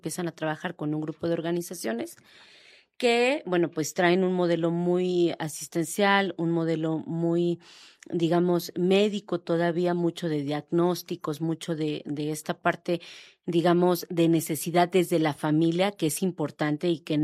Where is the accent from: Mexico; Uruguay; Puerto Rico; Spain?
Mexico